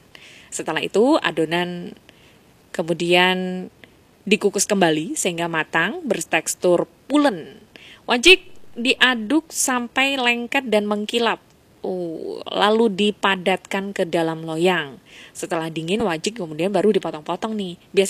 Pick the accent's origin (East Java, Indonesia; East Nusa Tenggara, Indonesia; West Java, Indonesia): East Java, Indonesia; Bojonegoro; now in Sumenep, Indonesia; Kalau di Jawa biasanya di daerah saya, kawasan Bojonegoro seperti yang sebagian Anda sudah tahu ya, daerah asal saya.